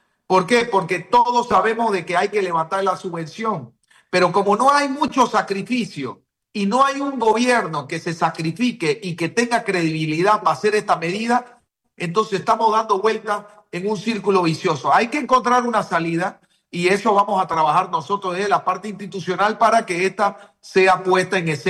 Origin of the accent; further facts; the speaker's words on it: Bolivia; nosotros como ciudadanos, como familia boliviana